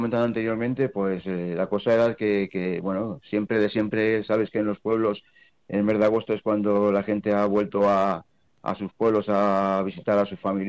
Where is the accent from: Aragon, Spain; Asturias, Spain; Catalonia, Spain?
Catalonia, Spain; Barcelona; born there; yo ya soy nacido en Barcelona, pero bueno, me ha tirado mi mujer es de aquí de Puebla del Maestre, mis padres, mis abuelos.